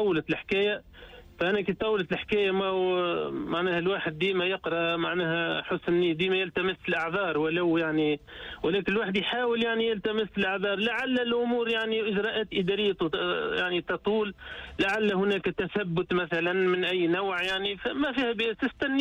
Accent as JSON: {"language": "Arabic", "country": "Tunisia", "moved": "as an adult", "lives_now": "Warsaw, Poland", "said": "وليت كيفاش نقولوا فيها بالتونسي"}